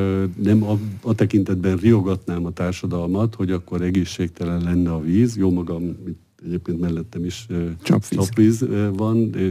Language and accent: Hungarian; Hungary; én is egy kis faluban születtem